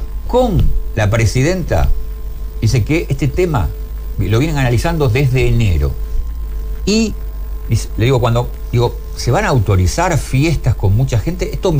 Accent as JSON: {"language": "Spanish", "town": "Granadero Baigorria", "region": "Santa Fe", "country": "Argentina", "said": "aquí que somos de Baigorria"}